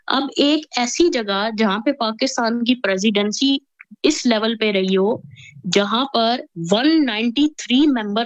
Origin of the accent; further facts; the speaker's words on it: Pakistan; let me talk straight as a Pakistani.